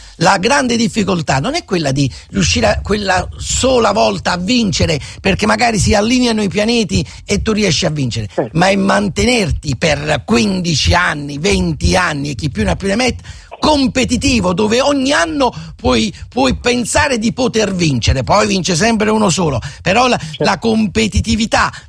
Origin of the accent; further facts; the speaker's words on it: Naples, Campania, Italy; la mia politica è sono napoletano e tifo per la mia città